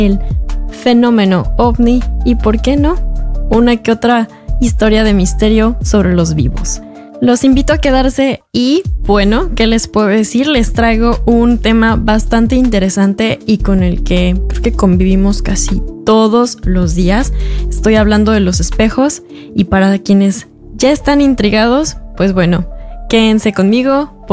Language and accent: Spanish; Mexico; para quien no me conoce, soy periodista de México